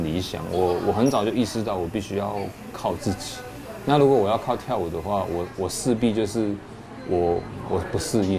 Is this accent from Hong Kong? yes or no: no; Taipei, Taiwan; now in Kaohsiung, Taiwan; 我是台北人嘛，然后我来高雄念书